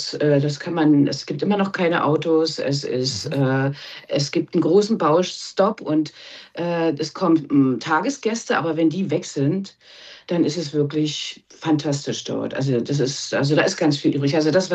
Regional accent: Berlin, Germany; die ich wirklich als Berlinerin, die ich auch schroff bin, sehr, sehr verehre und liebe.

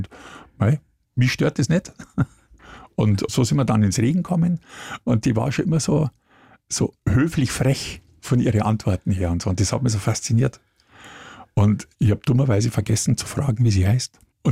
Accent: Munich, Bavaria, Germany; die laden mich als Münchner

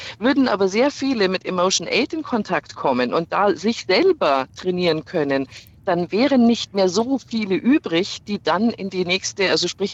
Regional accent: Regensburg, Bavaria, Germany; Regensburg ist stark vertreten. Ich komme auch aus Regensburg.

